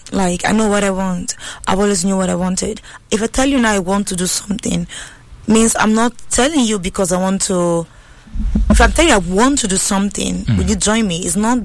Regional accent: Italy; first language Italian; English is a second language; moved away; Italian. Italian is actually my first language.

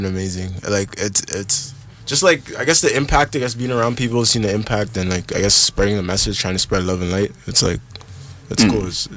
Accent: Toronto, Ontario, Canada; I'm from Toronto.

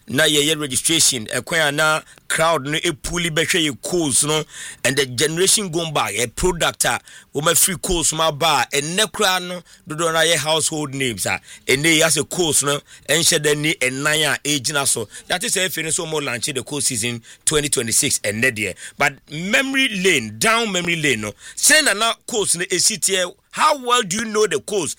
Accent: Koforidua, Eastern Region, Ghana; Growing up in Koforidua, we sometimes got the positive surprise of the then new Jabin Omanhene Dasebere Kweku Boateng, the first showing up at Ohima Park or Malam to see the young boys play.

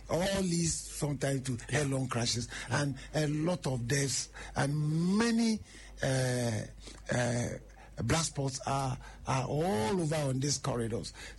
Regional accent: Ashanti, Ghana; When I'm going to my hometown in Sechekwamai, when I'm on the NCs and I get to Nkoko, I'll just fly, drive over to Mpraiso, get to Adosso, and there will be a 3.6 kilometer stretch of a bridge to link me up to Agogo.

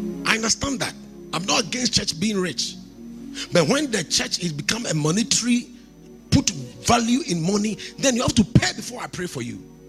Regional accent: Kumasi, Ashanti, Ghana; I come from Kumasi.

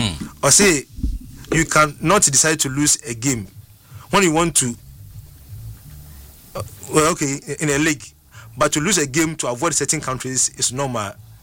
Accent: Yemen; English is a second language; Then because I'm from Yemen, you know, my AF in time for him, the Moka.

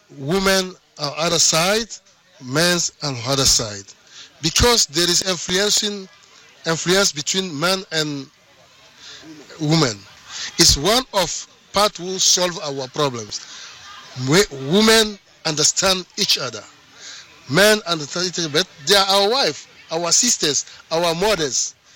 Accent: Togo; I can understand it, speak it a little bit, but I'm from Togo.

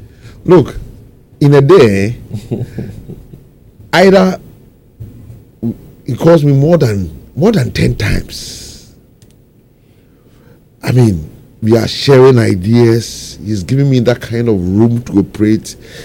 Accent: Asokwa, Ashanti, Ghana; You know, I'm from Asqua, the member of parliament for Asqua, who happens to be the deputy minority leader

